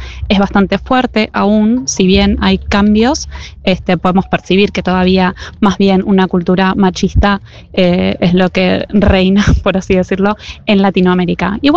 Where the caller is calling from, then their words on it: Oslo, Norway